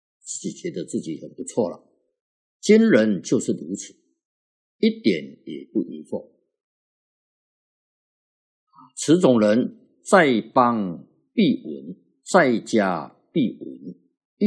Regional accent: China

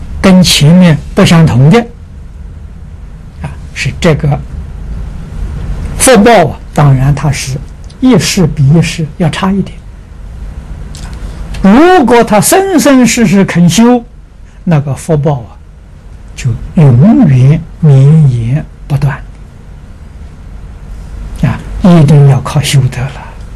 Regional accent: Anhui, China; 我们家乡啊，好像安徽省呢

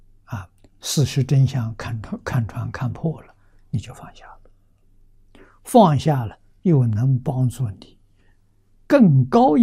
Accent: China; 现在我们中国人造弥勒菩萨的像

